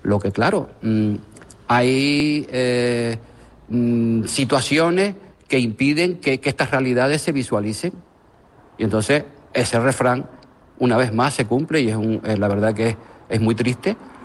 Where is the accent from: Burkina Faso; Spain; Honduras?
Spain; yo, como español que soy